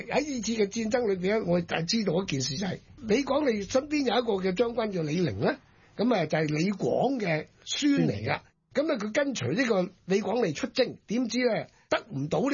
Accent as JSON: {"language": "Cantonese", "region": "Guangdong", "country": "China", "said": "我哋广东人都成日讲噶"}